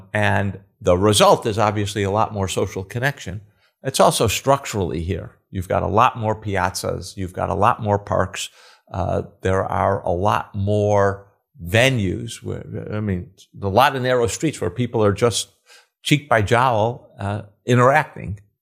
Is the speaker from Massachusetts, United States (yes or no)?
no; Chicago, Illinois, United States; when I was growing up in Chicago